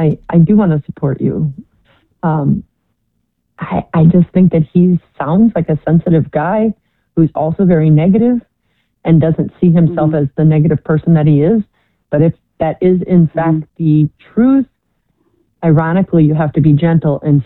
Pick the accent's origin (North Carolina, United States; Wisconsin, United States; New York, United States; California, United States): Wisconsin, United States; Milwaukee; because I'm from Milwaukee, and we always thought that you guys were the enemy.